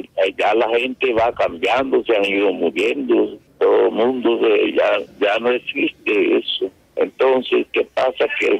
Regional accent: El Paso, Cesar, Colombia; Somos nativos del Paso Cesar, nací en el año de 1932.

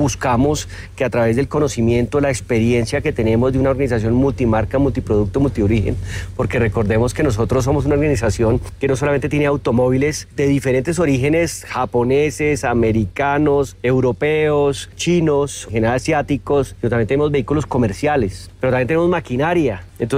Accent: Colombia; me siento orgulloso como colombiano de contarlo.

